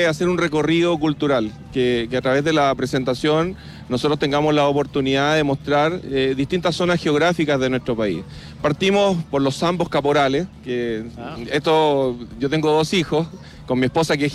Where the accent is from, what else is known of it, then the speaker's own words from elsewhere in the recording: Santiago, Santiago Metropolitan Region, Chile; nosotros somos de Santiago, pero con raíces parralinas